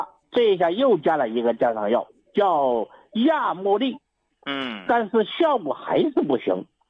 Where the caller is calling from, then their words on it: Guizhou, China; 我是贵州的朋友嘛。